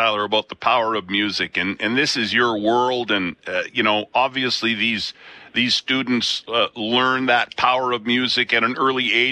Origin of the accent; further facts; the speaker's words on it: Manitoba, Canada; born there; I was born in Manitoba.